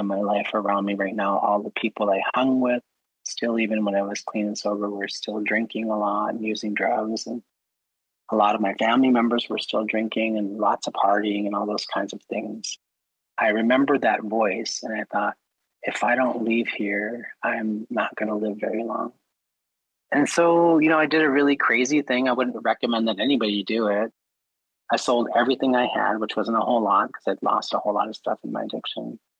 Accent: Minneapolis, Minnesota, United States; born or raised there

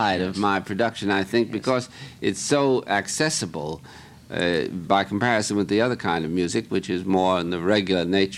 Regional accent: United States

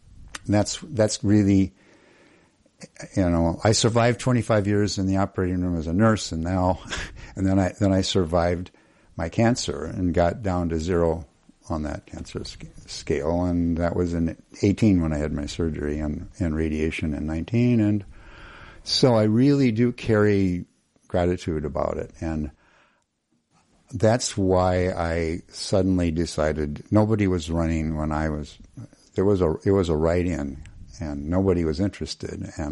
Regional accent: Twin Cities, Minnesota, United States; born there; moved away as an adult; I came from the Twin Cities, was born in the Twin Cities. I worked for 25 years at Hennepin County Medical Center as an operating room nurse.

